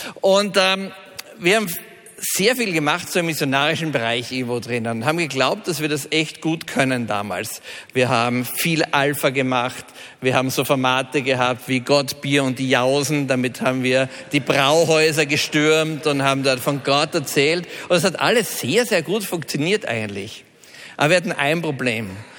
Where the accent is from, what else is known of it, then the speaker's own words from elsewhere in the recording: Austria; ich bin auch aus Österreich. … bin Unternehmer in Salzburg